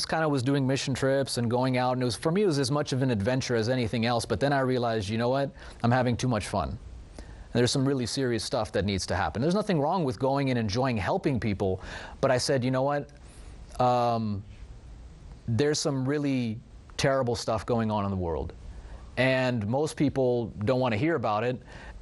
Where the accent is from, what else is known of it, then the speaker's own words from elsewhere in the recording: Atlanta, Georgia, United States; we met a guy, and I'm from Atlanta, he was from Atlanta, and we just connected